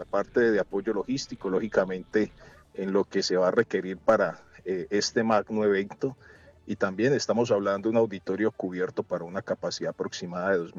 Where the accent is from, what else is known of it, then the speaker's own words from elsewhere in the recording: Cali, Valle del Cauca, Colombia; como vallecaucanos, como caleños